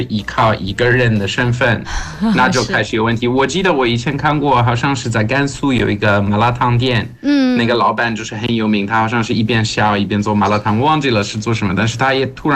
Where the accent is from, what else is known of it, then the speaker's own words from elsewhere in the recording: Portugal; 这个烤鸡店对我们葡萄牙人，因为我父亲来自葡萄牙，